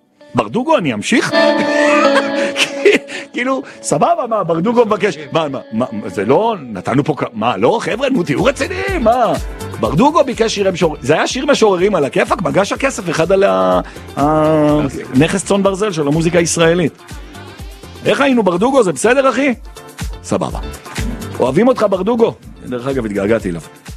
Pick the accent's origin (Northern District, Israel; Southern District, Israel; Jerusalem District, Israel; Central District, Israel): Jerusalem District, Israel; Jerusalem; also born or lived in Efrat; אני ירושלמי במהות, הכל טוב ויפה, אבל אני את הנעורים שלי העברתי באפרת, נווה דניאל